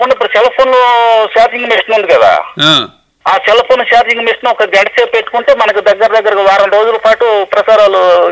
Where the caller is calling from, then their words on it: Machilipatnam, Andhra Pradesh, India; Sir నేను కృష్ణా జిల్లా మచిలీపట్నం నుంచి మాట్లాడుతున్నాను.